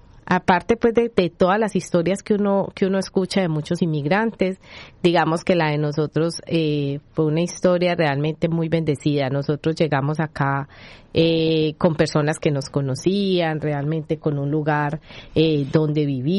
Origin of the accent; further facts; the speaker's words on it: Colombia; es colombiana, soy de Colombia, mamá de dos hermosos niños